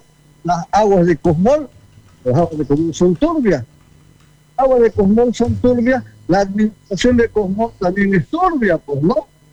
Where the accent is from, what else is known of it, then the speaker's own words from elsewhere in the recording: Montero, Santa Cruz, Bolivia; soy de Montero